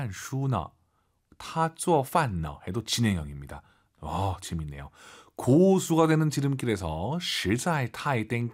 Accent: South Korea; 우리 한국인 입장에서는 게임하니까 쪼어 요시 되거든요.

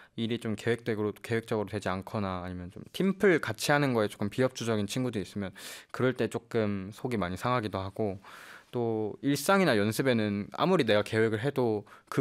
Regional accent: Jeju, South Korea; 처음에 일단 제가 제주도 출신이기도 하고 하니까

